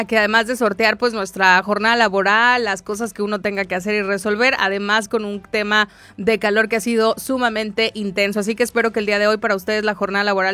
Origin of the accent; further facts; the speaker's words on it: Mexicali, Baja California, Mexico; la gente que somos de Mexicali tenemos como un termómetro natural.